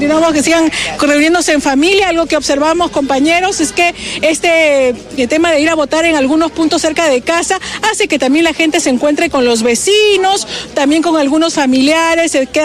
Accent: Peru; como los peruanos a última hora, revisamos este documento y verificamos.

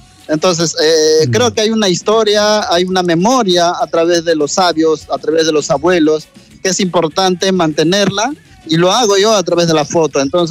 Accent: Peru; empecé a darme cuenta que mi cultura es muy importante, que nuestra identidad es esa. Soy un shipibo con Ivo

